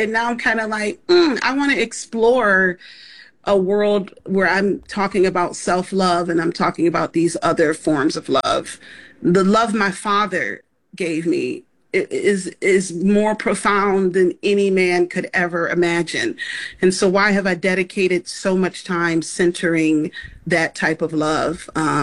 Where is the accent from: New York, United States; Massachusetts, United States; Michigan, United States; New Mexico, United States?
New York, United States; Rochester; I'm just ready to have a blackety black show in Rochester, my hometown.